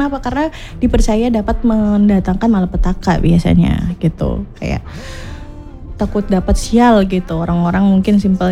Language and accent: Indonesian; Java, Indonesia; ada Jawa kayak kita nih